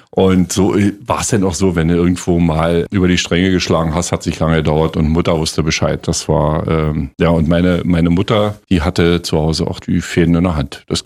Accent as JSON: {"language": "German", "town": "Naundorf", "region": "Brandenburg", "country": "Germany", "tie": "born or raised there", "said": "Naundorf ist ein relativ überschaubar großes Dorf heute noch, Naundorf bei Forst, das ist mein Heimatdorf."}